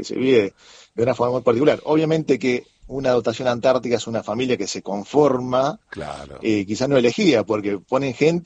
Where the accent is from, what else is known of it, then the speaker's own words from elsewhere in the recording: Argentina; somos argentinos y cada uno con su cábala